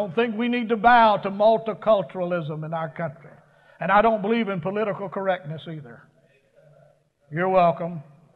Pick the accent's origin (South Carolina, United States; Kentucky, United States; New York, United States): South Carolina, United States; Well, hey, I was born in the South. I grew up in the South. I'm still a sand lapper from South Carolina. I'm a southerner from the top of my head to the bottom of my feet.